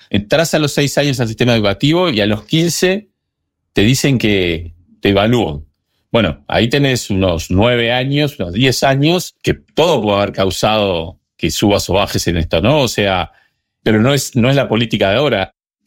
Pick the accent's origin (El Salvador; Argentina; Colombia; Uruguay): Uruguay; te hablo de Uruguay